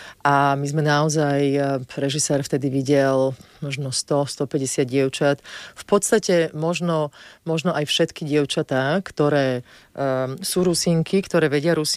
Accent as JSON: {"language": "Slovak", "town": "Bratislava", "region": "Bratislava Region", "country": "Slovakia", "said": "ja som Bratislavčanka, ja tento kút Slovenska som veľmi málo poznala"}